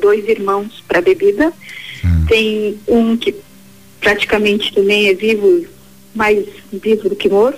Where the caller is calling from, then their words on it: Porto Alegre, Rio Grande do Sul, Brazil; De Porto Alegre, Rio Grande do Sul.